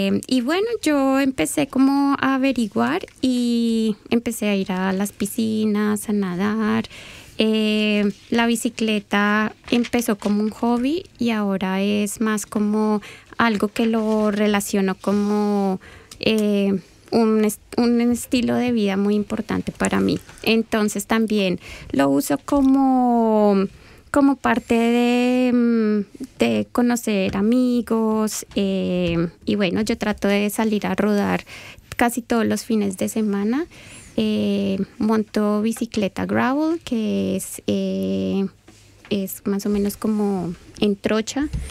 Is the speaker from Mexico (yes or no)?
no; Colombia; moved away; yo decía, soy colombiana, las personas no sabían